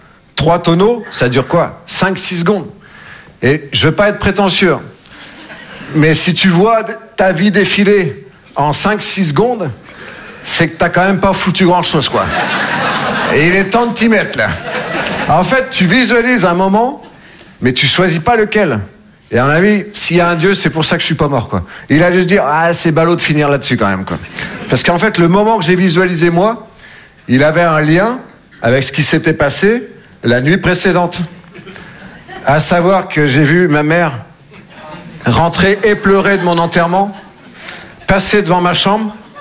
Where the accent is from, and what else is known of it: Nouvelle-Aquitaine, France